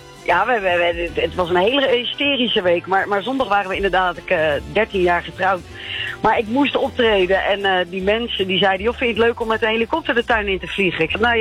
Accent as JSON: {"language": "Dutch", "country": "Netherlands", "said": "Ik ben sowieso echt zo'n een hele gekke Nederlander. Ik ben gek op alles wat Nederland heeft. Ik ben een trotse Nederlander."}